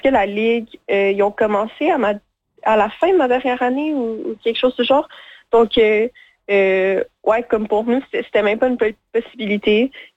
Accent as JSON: {"language": "French", "town": "Winnipeg", "region": "Manitoba", "country": "Canada", "tie": "born or raised there", "said": "Je sais que moi, quand j'ai grandi à Winnipeg, donc peut-être quand j'étais plus jeune, c'était plus un enjeu pour moi."}